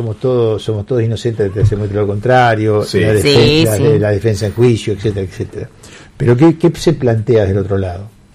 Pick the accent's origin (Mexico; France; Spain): France; Spanish is a second language; Él es marroquí, yo soy francés.